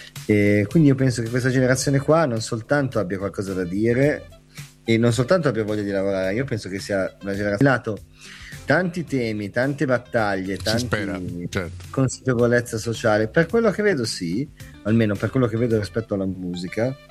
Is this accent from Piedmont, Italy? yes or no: yes; Novara, Piedmont, Italy; born there; moved away; also born or lived in Ireland; Sono nato e credo anche stato concepito in Corso Cavallotti 28